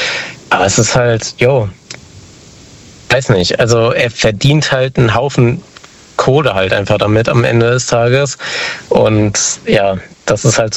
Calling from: Montabaur, Rhineland-Palatinate, Germany; Aus der Ecke Hessen, aus Montabaur ungefähr.

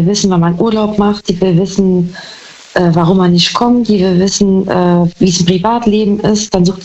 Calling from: Saarbrücken, Saarland, Germany; Saarbrücken.

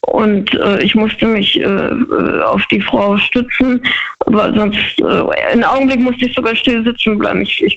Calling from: Freiburg, Baden-Württemberg, Germany; Freiburg, kurz gesagt.

